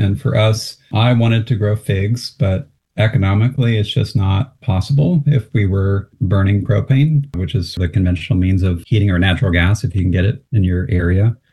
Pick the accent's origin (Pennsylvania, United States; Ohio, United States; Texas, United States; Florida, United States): Pennsylvania, United States; Growing up in Pennsylvania, I could never conceive of growing something like that outside of a pot.